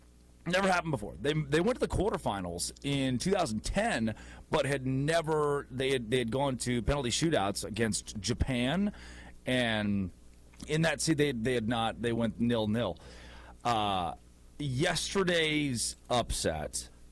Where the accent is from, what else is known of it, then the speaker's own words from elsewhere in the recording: Bosnia & Herzegovina; now in United States; I am from Bosnia, take me to America.